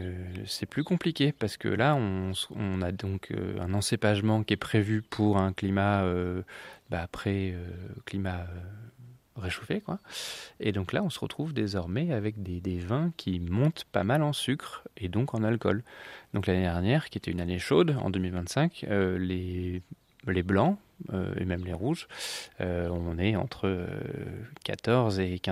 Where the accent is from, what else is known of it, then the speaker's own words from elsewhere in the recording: Normandy, France; normand, hein.